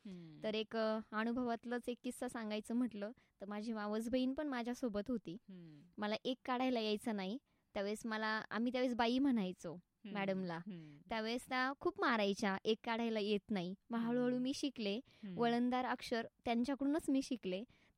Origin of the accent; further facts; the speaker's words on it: Goregaon, Maharashtra, India; also born or lived in Pune; now in Ahmednagar, India; माझा जन्म अगदी शहरातला म्हणावं लागेल तसं पाहायला गेलं तर। माझे आई बाबा पहिले पुण्यात राहायचे, त्यानंतर माझ्या जन्मानंतर आम्ही गावी आलो।